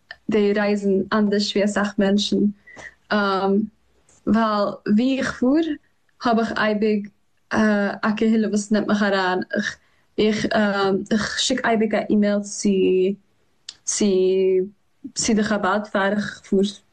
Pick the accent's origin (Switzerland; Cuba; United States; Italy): United States; New York; German is a second language; was ich bin aufgewachsen in New York. Es fühlt sich so groß, wie man dort, aber es ist echt so klein, wenn man geht raus in der Welt, und es fühlt sich, ich bin der Einzige, was redet Jiddisch